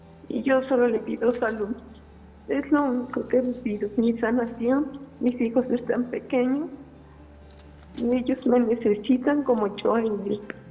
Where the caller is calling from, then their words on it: Ecatepec, State of Mexico, Mexico; de Ecatepec, Ciudad de México.